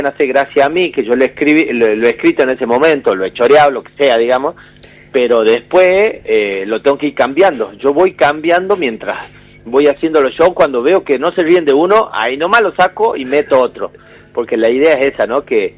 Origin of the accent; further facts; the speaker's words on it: northern Argentina, Argentina; Soy el Darín del norte argentino.